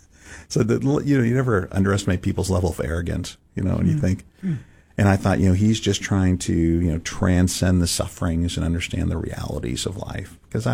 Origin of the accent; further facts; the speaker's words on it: San Francisco, California, United States; I'm growing up in San Francisco, so it's not like you're not in the middle of church culture. I didn't know a kid who went to church.